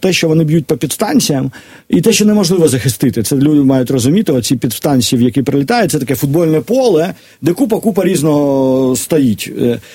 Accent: Kyiv, Ukraine; оце з дитинства я пояснюю, що я з Відрадного, а не з Борщагівки.

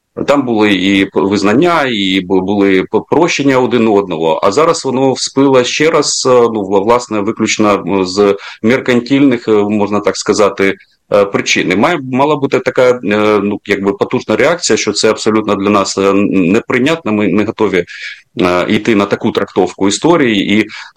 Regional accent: Donetsk, Donetsk Oblast, Ukraine; Я східняк, я з Донецька

